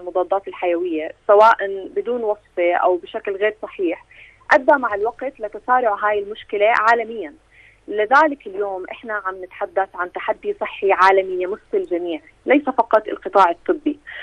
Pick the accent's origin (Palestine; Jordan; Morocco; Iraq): Jordan; لنا كأردنيين وكشباب عربي أيضا